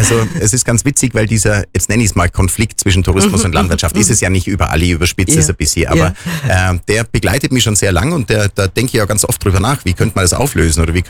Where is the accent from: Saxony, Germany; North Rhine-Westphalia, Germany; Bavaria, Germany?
Bavaria, Germany; Oberstaufen; Ich komme aus Oberstaufen, habe ich schon gesagt. Mhm. Und mein Elternhaus ist das, was heute das Hotel Bergkristall ist.